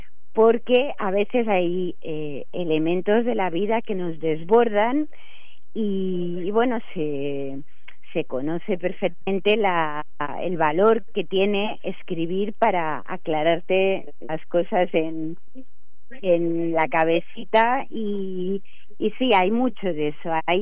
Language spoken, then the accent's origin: Spanish; Mallorca, Balearic Islands, Spain; also born or lived in Barcelona; now in Mallorca, Spain; yo soy mallorquina, pero he vivido 28 años en Barcelona, y justo lo encontré cuando había regresado a Mallorca.